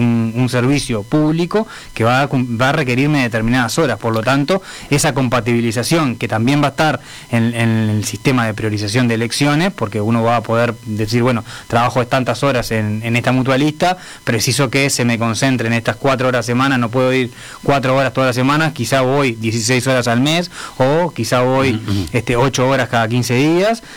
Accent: Salto, Uruguay; yo soy salteño

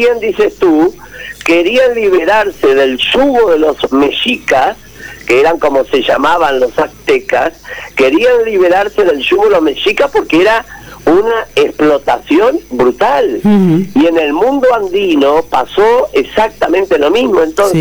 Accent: Uruguay

